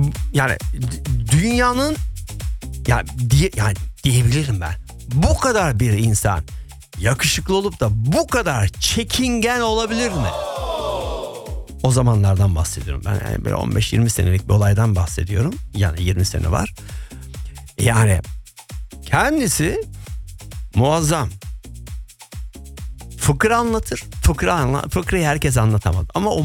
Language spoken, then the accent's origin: Turkish; Izmir, İzmir, Turkey; Bir de İzmirli yani kendisi. Aynı benim. Senle beni karıştırmasınlar. Biz de böyle hafiften İzmirliyiz.